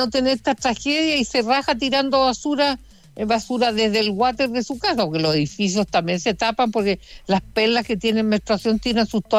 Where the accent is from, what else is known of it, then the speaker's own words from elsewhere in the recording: Puerto Montt, Los Lagos, Chile; born there; Porque yo nací en Puerto Montt, lleno de ríos, el Maullín, el Petrohue, todos los afluentes, influentes de los ríos, y nosotros nunca nos inundamos